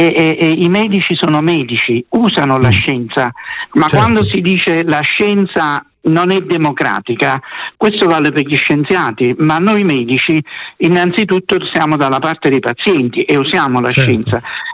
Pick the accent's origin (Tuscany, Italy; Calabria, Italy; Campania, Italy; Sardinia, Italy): Campania, Italy; Naples; io sono napoletano